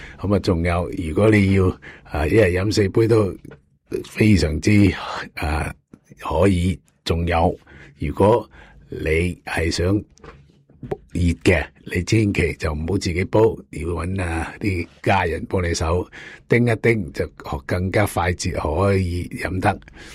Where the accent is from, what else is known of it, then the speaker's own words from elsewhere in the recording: China; 所以咧，我哋中国人咧，就起码做咩都系一路一路去进步嘅